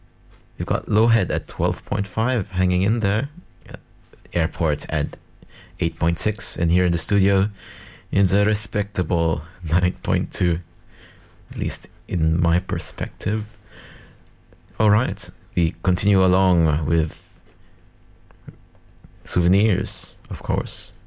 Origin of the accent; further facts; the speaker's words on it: Philippines; now in Launceston, Australia; as this March is hailing from the Philippines, as I am from that as well. You may not have heard from my accent.